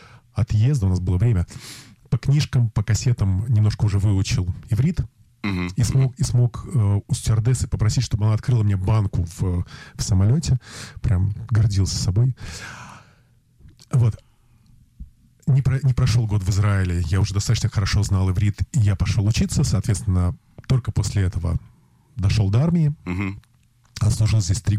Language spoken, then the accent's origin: Russian; Minsk, Belarus; also born or lived in Babruysk; Бобруйск меня, собственно, отвезли, чтобы родить. Так как родители моих родителей жили там. Вот первый год я провел в Бобруйске, но дальше все мое детство прошло в Минске.